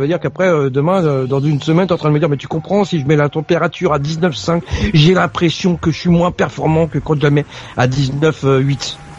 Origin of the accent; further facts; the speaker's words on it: France; born there; Alors, moi, je suis né en France, donc j'ai pas connu ce que mon père a vécu et mes parents ont vécu.